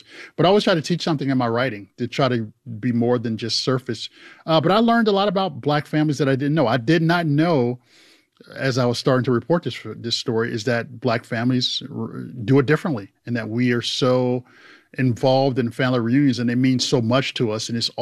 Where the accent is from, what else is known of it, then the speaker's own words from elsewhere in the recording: New York City, New York, United States; And I remember growing up in New York City, we always talked about going down South, you know